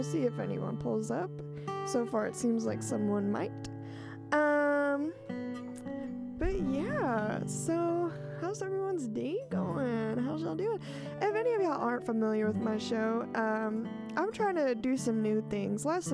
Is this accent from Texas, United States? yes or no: yes; Houston, Texas, United States; my family actually moved out into the middle of country nowhere, and so I drove 2 hours all the way back to my hometown of H-Town